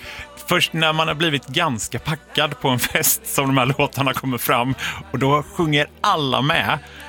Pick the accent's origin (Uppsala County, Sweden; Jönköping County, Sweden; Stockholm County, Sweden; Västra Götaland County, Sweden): Västra Götaland County, Sweden; Gothenburg; som göteborgare